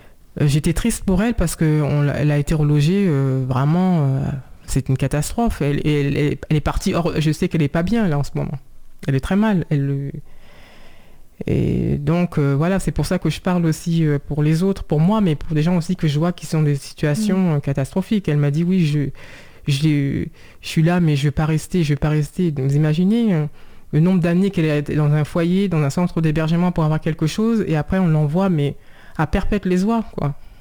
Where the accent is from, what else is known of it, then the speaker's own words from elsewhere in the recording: Saint-Cloud, Île-de-France, France; born there; en tant que bon, citoyenne française, parce que je suis née en France, à Saint-Cloud, dans les Hauts-de-Seine.